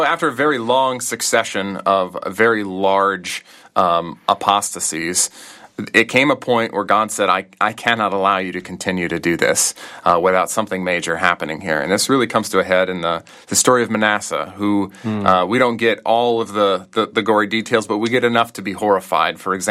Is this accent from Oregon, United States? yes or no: yes; Portland, Oregon, United States; and I'm originally from Portland, Oregon.